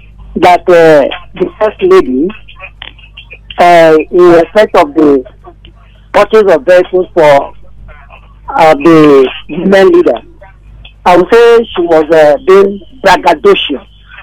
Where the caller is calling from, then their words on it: Nigeria; Sir, I'm calling from Abanjo in the country.